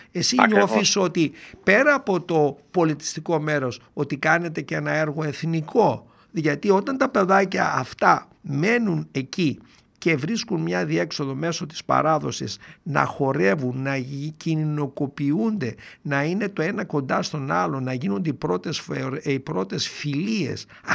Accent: Doirani, Central Macedonia, Greece; born there; τον τόπο μου, το γενέθλιο, το Κιλκής, το Λαχανά, και λίγο δύο μέρες πιο πίσω στο χωριό μου τη Δοϊράνη.

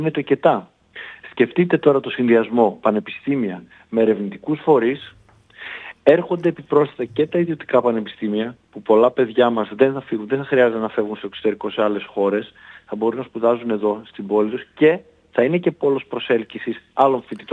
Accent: Thessaloniki, Central Macedonia, Greece; Εγώ είμαι και από τη Δυτική Θεσσαλονίκη.

